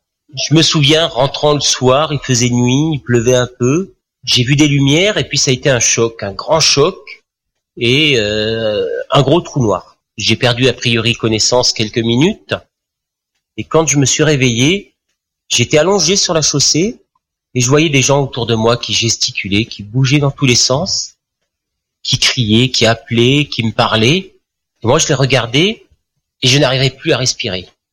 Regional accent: Marseille, Provence-Alpes-Côte d'Azur, France; born there; moved away; also born or lived in Alsace; je suis né à Marseille, dans une famille catholique. J'ai atterri dans les années 76 en Alsace.

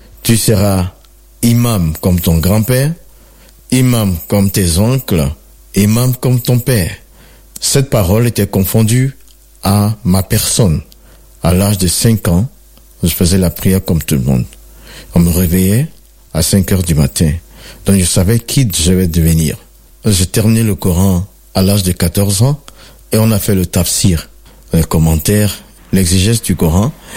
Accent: Côte d’Ivoire; je suis originaire de la Côte d'Ivoire. … qui était imam. Mon grand-père était imam, il y avait 12 de mes oncles qui étaient des imams.

